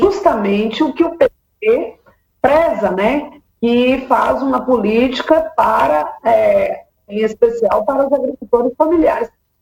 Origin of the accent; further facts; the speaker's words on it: Eunápolis, Bahia, Brazil; born there; eu sou nascida em Eunápolis e quase nasci em Teixeira de Freitas, porque a minha mãe estava grávida e não podia sair de casa, e aí foi para Teixeira de Freitas visitar um tio meu.